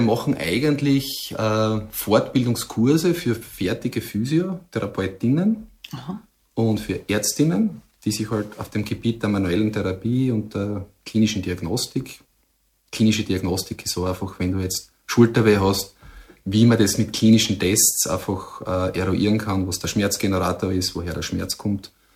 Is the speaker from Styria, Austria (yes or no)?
yes; Eibiswald, Styria, Austria; wenn ich sage, ich komme aus Eibiswald, dann schauen wir mal an und denken sie, ja, wo ist das? Dann könnte ich sagen, naja, das ist südlich von Graz